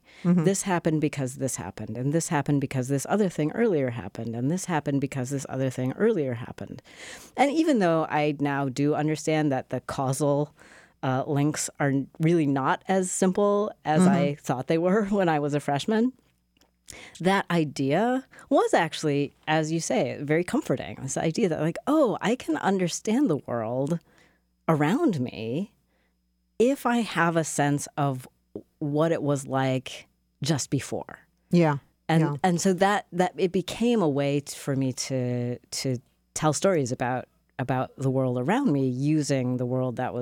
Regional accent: Wisconsin, United States; I grew up in Wisconsin

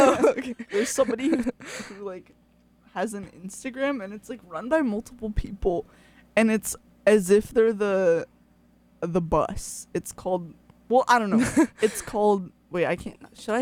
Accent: Davis, California, United States; growing up in Davis

